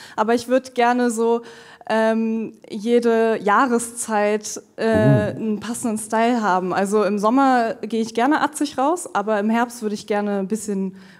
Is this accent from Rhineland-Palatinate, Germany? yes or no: no; Berlin, Germany; moved away as an adult; now in Frankfurt am Main, Germany; Ja, mein Problem ist auch, also ich komme aus Berlin, bin hier aufgewachsen, mittlerweile wohne ich aber in Frankfurt am Main